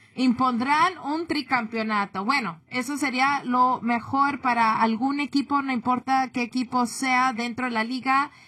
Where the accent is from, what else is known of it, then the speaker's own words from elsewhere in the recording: Chicago, Illinois, United States; nosotros que somos de aquí de Chicago